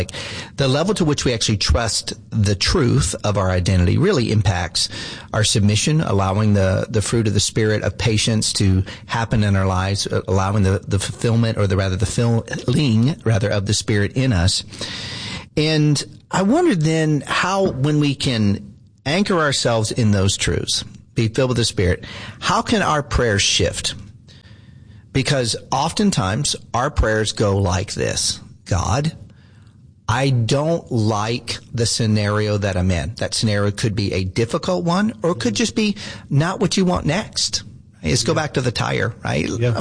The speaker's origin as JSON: {"language": "English", "region": "the South", "country": "United States", "tie": "born or raised there", "said": "Since I've been very young, I grew up in the South."}